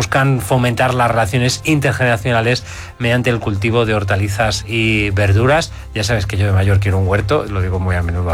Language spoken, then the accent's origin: Spanish; Community of Madrid, Spain; nosotros, que somos nacionalistas madrileños